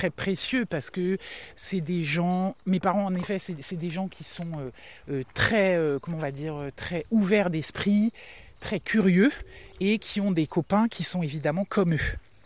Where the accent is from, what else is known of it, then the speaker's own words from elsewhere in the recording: Brest, Brittany, France; born there; Oui, mais t'es né où ? Brest.